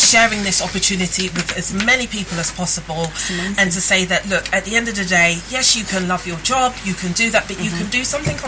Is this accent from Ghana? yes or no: yes; Ghana; which is my middle name, which is actually … because I'm Ghanaian.